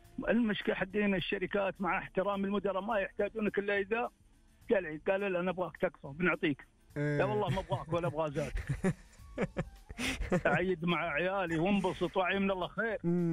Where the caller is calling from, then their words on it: Riyadh, Riyadh Province, Saudi Arabia; والله أكلمك من الرياض، من أم الزحمة.